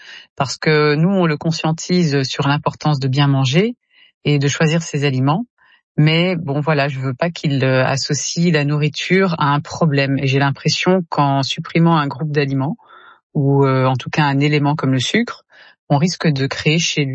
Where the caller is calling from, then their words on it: Réunion; je vous appelle depuis la Réunion.